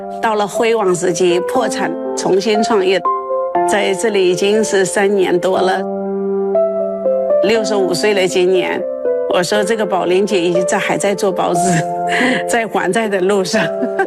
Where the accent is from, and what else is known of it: Yiwu, Zhejiang, China